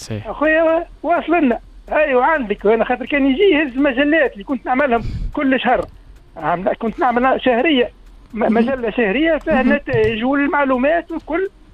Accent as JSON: {"language": "Arabic", "town": "El Haouaria", "region": "Nabeul Governorate", "country": "Tunisia", "moved": "yes", "said": "قال لي انت منين قلت له من الهواري"}